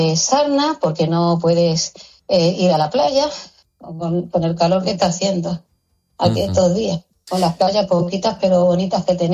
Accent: Ceuta, Spain; Nosotros somos españoles, tanto Ceuta como Melilla, y independientemente de las creencias religiosas, nuestro vecino, ¿no? ¿Qué digo yo? Nuestra población caballa, mayoritariamente es musulmana y cristiana

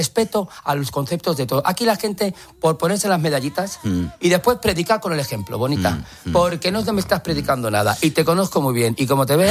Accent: Madrid, Community of Madrid, Spain; Soy imagen de mi ciudad, soy madrileño.

